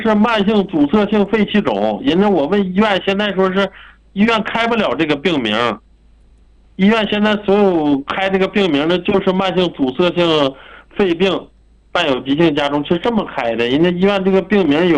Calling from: Tuquan County, Inner Mongolia, China; 我是兴安盟突泉县的。

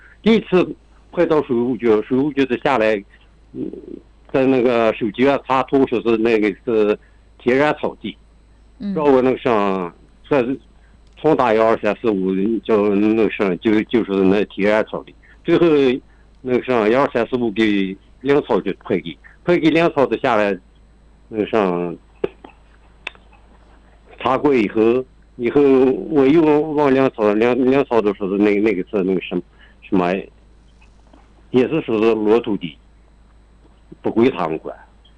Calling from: Baotou, Inner Mongolia, China; 我是宝头市固原县金山镇红崖湾村。

